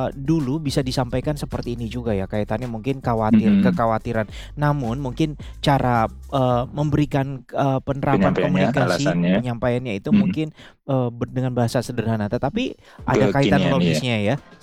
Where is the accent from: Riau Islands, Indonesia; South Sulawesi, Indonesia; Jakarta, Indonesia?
Jakarta, Indonesia; born there; saya kan orang Minang walaupun lahir di Jakarta